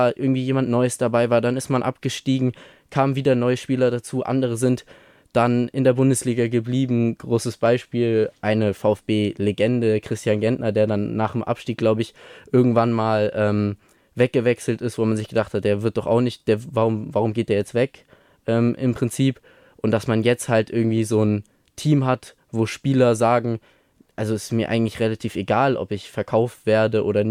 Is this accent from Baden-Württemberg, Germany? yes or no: yes; Stuttgart, Baden-Württemberg, Germany; born there; Also ich bin tatsächlich, auch wenn wir irgendwo im Nirgendwo im Ausland waren, bin ich in Stuttgart geboren worden.